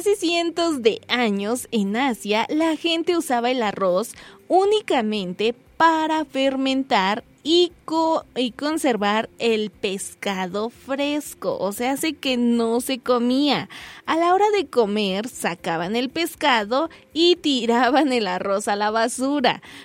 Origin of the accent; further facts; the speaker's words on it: Mexico; Como buenos mexicanos que somos